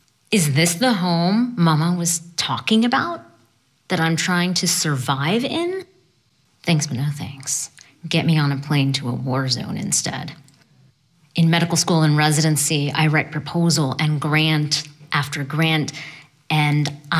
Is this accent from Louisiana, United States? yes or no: yes; New Orleans, Louisiana, United States; born there; now in Houston, United States